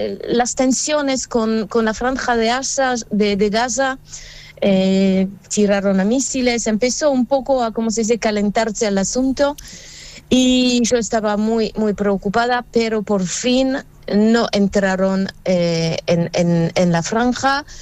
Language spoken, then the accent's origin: Spanish; France; moved away as an adult; now in Israel; como dijo Ale, soy francesa, o sea que llegué a Israel en el año 86, llegué de voluntaria en el kibbutz